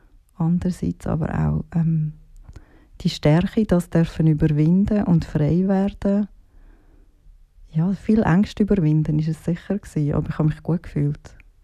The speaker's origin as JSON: {"language": "German", "town": "Bülach", "region": "Zurich", "country": "Switzerland", "tie": "born or raised there", "said": "Also ich bin in Bülach geboren. Genau. Und ja, habe lange dort gelebt, bin dort aufgewachsen, bis als Jugendliche. Dann habe ich die Schule gewechselt, bin auf Zürich gekommen"}